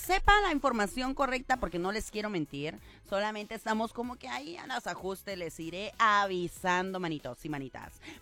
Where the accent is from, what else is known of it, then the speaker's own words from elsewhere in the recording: Mexico; Creo que nos dejan mal parados como mexicanos el que hagan ese tipo de situación.